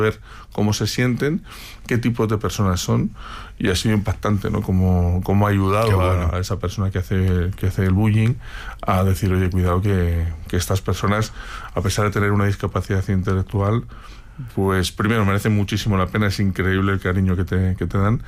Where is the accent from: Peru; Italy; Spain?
Spain; Madrid, Community of Madrid